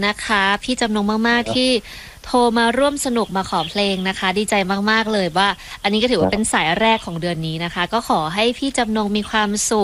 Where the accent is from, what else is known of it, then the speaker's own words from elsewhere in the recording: Bang Kruai, Nonthaburi, Thailand; โอ้โหรู้ได้ไงว่าหนูเป็นคนนนทบุรีเป็นคนบางกรวยเนี่ย